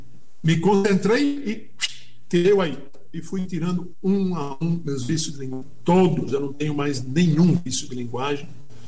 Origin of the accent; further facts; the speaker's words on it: Natal, Rio Grande do Norte, Brazil; born there; moved away; Nasci em Natal.